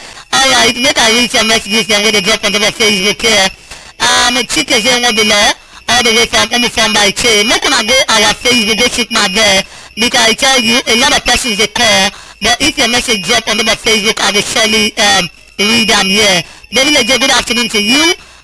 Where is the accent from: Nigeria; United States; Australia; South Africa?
Nigeria; Why I come from Nigeria?